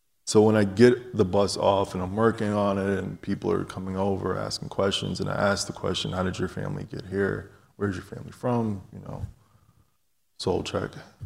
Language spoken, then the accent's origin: English; New York, United States; moved away as an adult; now in Cleveland, United States; I'm a New Yorker, so there's New York and the rest of the world.